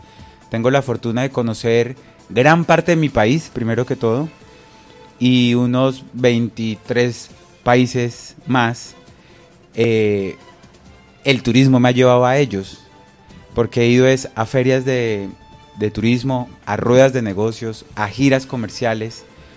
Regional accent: Neiva, Huila, Colombia; now in Pereira, Colombia; Experiencia que nace en el Huila, porque soy opita. Yo soy de Neiva. Nací en Neiva y me crié en Neiva y viví en la misma casa donde nací hasta que me fui para la ciudad de Pereira

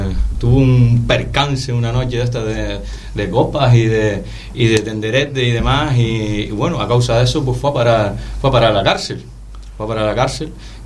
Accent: Las Palmas, Canary Islands, Spain; De Las Palmas, vivo en Las Palmas, resido en Las Palmas.

